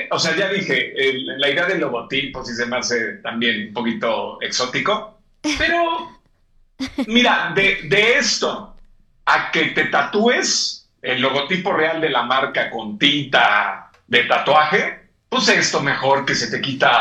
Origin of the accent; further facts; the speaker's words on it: Cancún, Quintana Roo, Mexico; Cuando salía yo a jugar al básquetbol, porque en mi época todavía alcancé yo a jugar en las calles de Cancún, tú imagínate el sol en Can